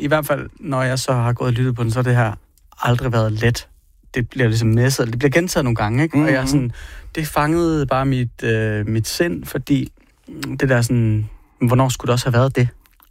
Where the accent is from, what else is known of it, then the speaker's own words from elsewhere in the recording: Jutland, Denmark; Men jeg er jo fra Jylland